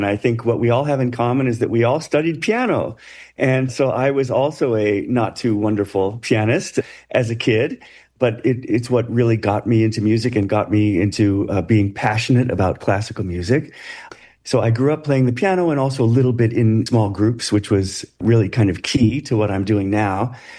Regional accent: Boston, Massachusetts, United States; also born or lived in Savannah; now in Chicago, United States; although I'm from Boston, I immediately took to Chicago

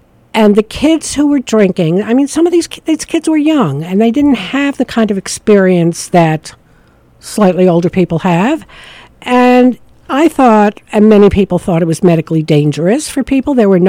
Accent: New York, United States; now in Savannah, United States; you can tell I'm not from Savannah. I'm from upstate New York.

